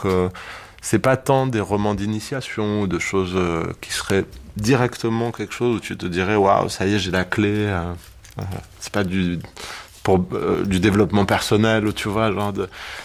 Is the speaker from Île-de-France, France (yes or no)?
yes; Ivry-sur-Seine, Île-de-France, France; quand j'étais donc lycéen aux ateliers théâtre d'Ivry-sur-Seine, là où j'ai grandi, on avait travaillé sur Outrage au public